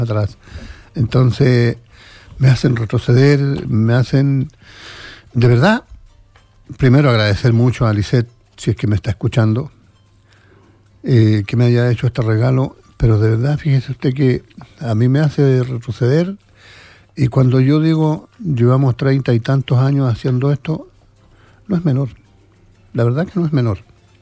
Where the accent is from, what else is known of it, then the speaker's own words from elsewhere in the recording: Chile; Es un deber como hombre, un deber como soldado, un deber como chileno.